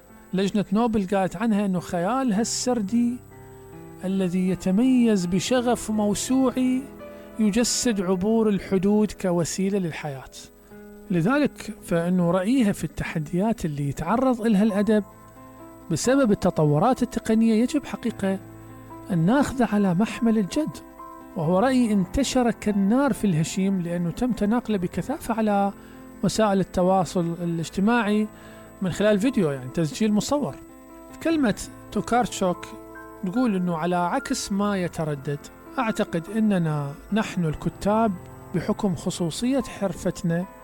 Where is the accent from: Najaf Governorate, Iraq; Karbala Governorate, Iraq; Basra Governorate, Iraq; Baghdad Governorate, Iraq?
Basra Governorate, Iraq; Basra; احنا عندنا بالبصرة هنا